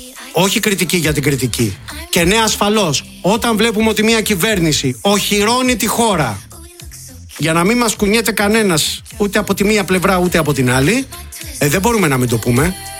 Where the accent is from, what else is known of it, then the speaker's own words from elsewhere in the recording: Crete, Greece; Εγώ είμαι από Κρήτη.